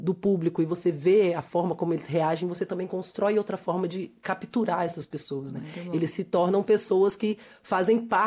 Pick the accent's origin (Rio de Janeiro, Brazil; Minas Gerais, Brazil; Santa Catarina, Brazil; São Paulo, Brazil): Minas Gerais, Brazil; eu sou mineira, né?